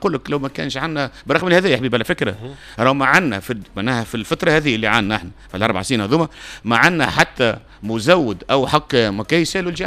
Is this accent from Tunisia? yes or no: yes; Tunisia; هذه المشكله اللي حق اللي قايم عندنا في تونس،